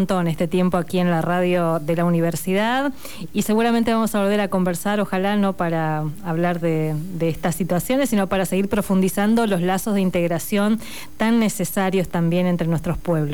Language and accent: Spanish; Argentina